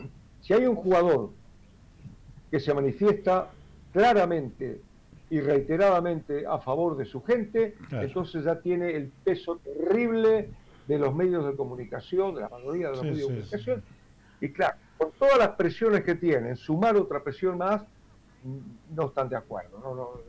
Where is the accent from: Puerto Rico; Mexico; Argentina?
Argentina; Bahía Blanca, Buenos Aires Province; Yo nací en Bahía Blanca, como ustedes saben, y me crié en un barrio que se llama Villa Mitre, ahí empecé a jugar.